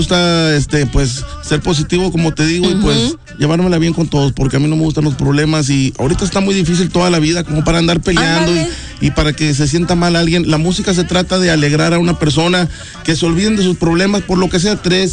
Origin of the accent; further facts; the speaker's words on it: Los Herreras, Nuevo León, Mexico; mi pueblito de Los Herreros